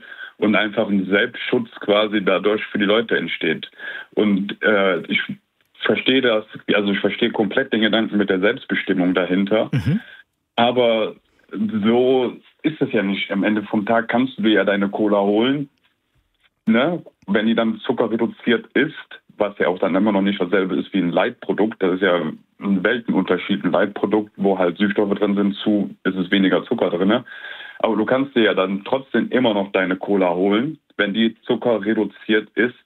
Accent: Eschweiler, North Rhine-Westphalia, Germany; nicht Herr Eschweiler. Ich komme nur aus Eschweiler.

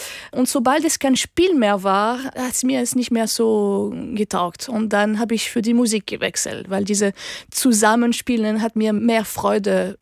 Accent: Chartres, Centre-Val de Loire, France; now in Cologne, Germany; Ich bin in Chartres, in der Nähe von Paris, aufgewachsen

